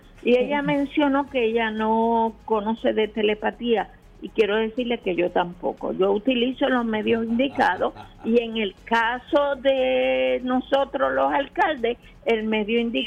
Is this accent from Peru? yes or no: no; Loíza, Puerto Rico; yo voy a hablar asuntos relacionados con mi pueblo, con Loíza.